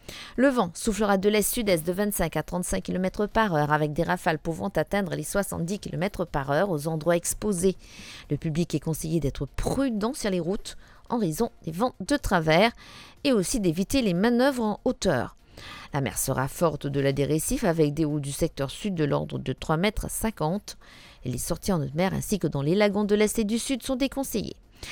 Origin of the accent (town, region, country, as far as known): Mauritius